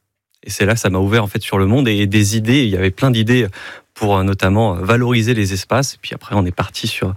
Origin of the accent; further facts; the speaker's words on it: Laval, Pays de la Loire, France; moved away as an adult; also born or lived in Vendée; j'ai grandi donc à Laval jusqu'à 21 ans, et puis après j'ai fait mes études en Maine-et-Loire.